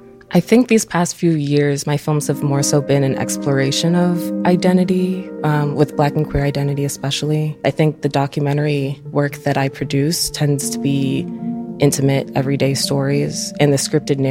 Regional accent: Oak Park, Illinois, United States; born or raised there; now in Chicago, United States

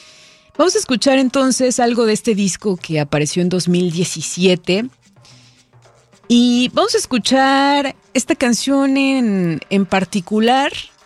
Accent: Mexico; pero en este caso yo como mexicana, creo que ese olor a tierra mojada nos representa mucho, ¿no?

